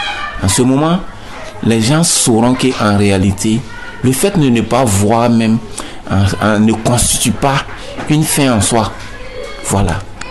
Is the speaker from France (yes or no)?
no; Burkina Faso; C'est parce que chez nous, au Burkina, on ne sait pas.